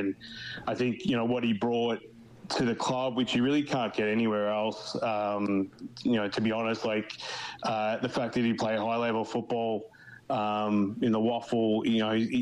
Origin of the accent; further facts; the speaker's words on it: Melbourne, Victoria, Australia; accent: Australian; And then obviously trips back home, mate, definitely help with that. I was just down in Melbourne for Christmas in January, visiting mum and dad.